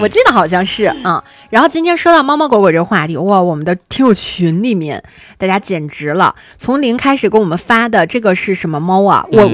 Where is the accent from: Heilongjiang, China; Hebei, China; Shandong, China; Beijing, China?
Heilongjiang, China; moved away; 我们老家就有啊